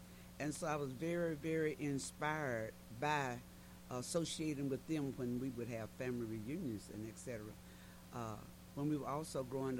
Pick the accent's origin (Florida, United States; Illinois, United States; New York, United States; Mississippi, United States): Mississippi, United States; Starkville; I grew up in Starkville, Mississippi.